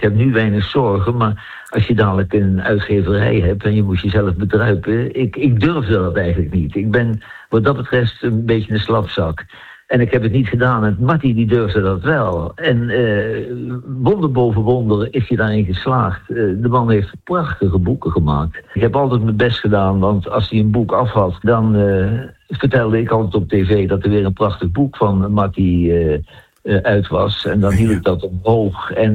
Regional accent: Gelderland, Netherlands; born there; moved away; ik ben in de Betuwe geboren

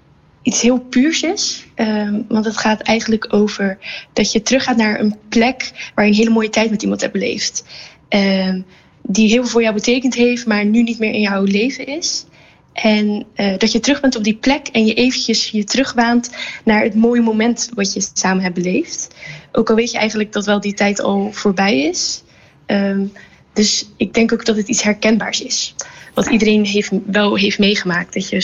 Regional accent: Zeeland, Netherlands; Ik kom uit Zeeland. Maar ik heb een tijdje in Rotterdam gestudeerd.

